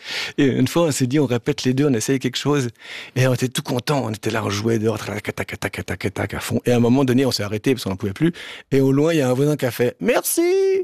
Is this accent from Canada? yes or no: no; Switzerland; now in France; ça fait donc 20 ans que je suis en France. Je suis un Suisse en France et chaque fois que je dis que je suis Suisse, les Français ne comprennent rien vraiment à ce qu'on est.